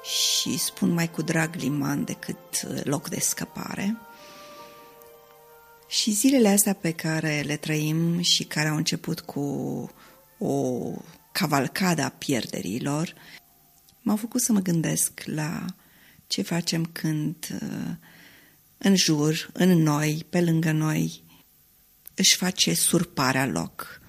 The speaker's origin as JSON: {"language": "Romanian", "country": "Romania", "said": "Eu mă regăsesc și cred că noi ca români ne regăsim."}